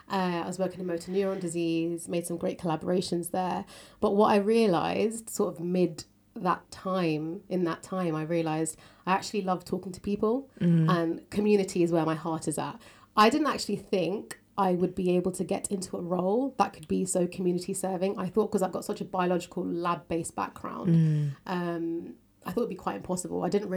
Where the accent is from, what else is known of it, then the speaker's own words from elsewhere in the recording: London, United Kingdom; born there; Mm-hmm. I'm a British-born Tamil person. So my parents came from Sri Lanka, Jaffna, northeast part of Sri Lanka. They came here in the 80s, got married, had us. So I'm we've been in London for about 30 years now.